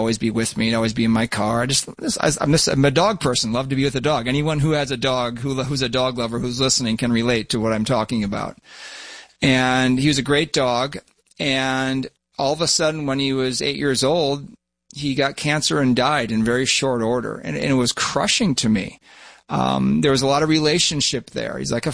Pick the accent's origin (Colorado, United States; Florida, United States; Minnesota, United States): Minnesota, United States; born or raised there